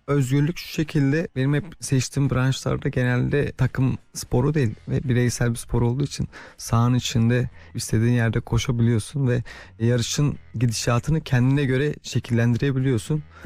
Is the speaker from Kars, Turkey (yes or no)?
yes; Kağızman, Kars, Turkey; born there; 27 yaşındayım. Kars Kazman doğumluyum.